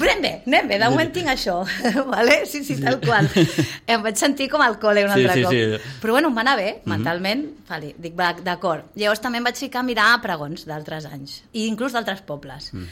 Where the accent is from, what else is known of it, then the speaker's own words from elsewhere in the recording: Sitges, Catalonia, Spain; soc de Sitges